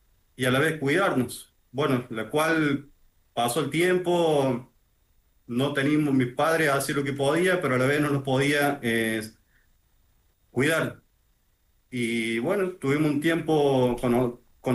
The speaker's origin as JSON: {"language": "Spanish", "region": "San Luis", "country": "Argentina", "tie": "born there", "said": "Yo soy nacido en San Luis Capital, que es pegado a Córdoba."}